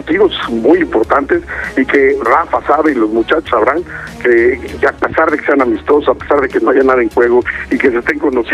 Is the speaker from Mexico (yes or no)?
yes; Mexico; quiero pelear por mi puesto como mexicano